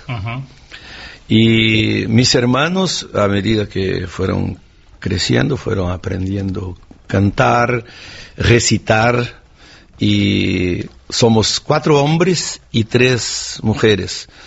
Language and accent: Spanish; Santo Ângelo, Rio Grande do Sul, Brazil; born or raised there